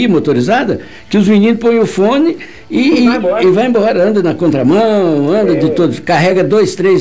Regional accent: Tumiritinga, Minas Gerais, Brazil; moved away; na minha terra, lá em Tumiritinga.

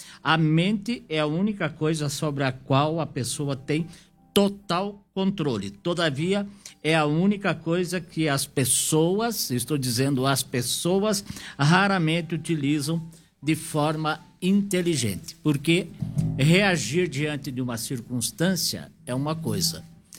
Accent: Brazil; nós somos brasileiros

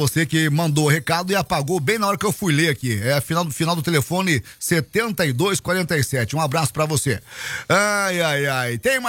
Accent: Piraí do Sul, Paraná, Brazil; Eu sou aqui de Piraí do Sul, tá, Dimas?

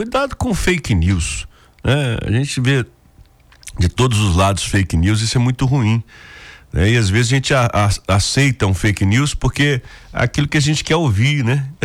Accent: Brazil

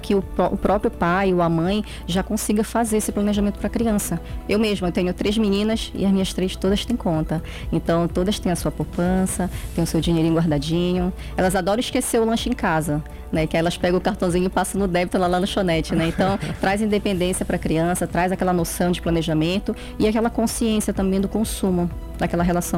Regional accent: Belém, Pará, Brazil; moved away; sou paraense.

